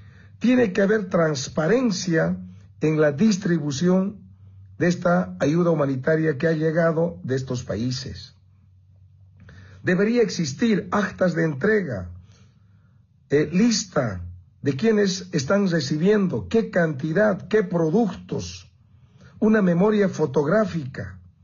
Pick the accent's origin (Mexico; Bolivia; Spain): Bolivia; Eso necesitamos saber como pueblo boliviano, ¿verdad? Necesitamos saber.